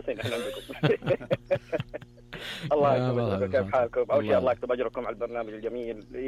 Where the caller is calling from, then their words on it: Dammam, Eastern Province, Saudi Arabia; إحنا متحمسين من الدمام